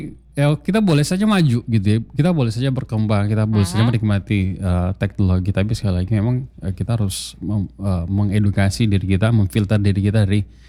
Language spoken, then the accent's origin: Indonesian; Toraja, South Sulawesi, Indonesia; moved away; kalau saya sih Toraja ya